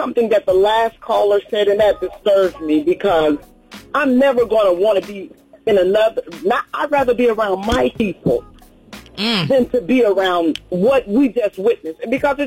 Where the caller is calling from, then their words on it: Douglasville, Georgia, United States; I'm calling from Douglasville.